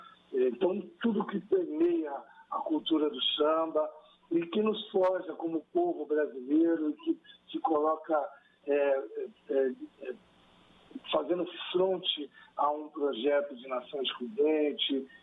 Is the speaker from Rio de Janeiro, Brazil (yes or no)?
yes; Barra Mansa, Rio de Janeiro, Brazil; Sou de Barra Mansa e Barra de Piraí, né?